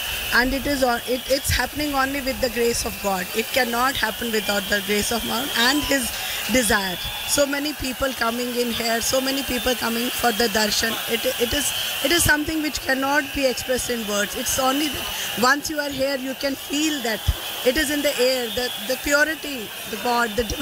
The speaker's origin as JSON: {"language": "English", "region": "Jammu and Kashmir", "country": "India", "second_language": "English", "lives_now": "Ahmedabad, India", "said": "I'm basically from Jammu and Kashmir, but settled in Gujarat, Ahmedabad."}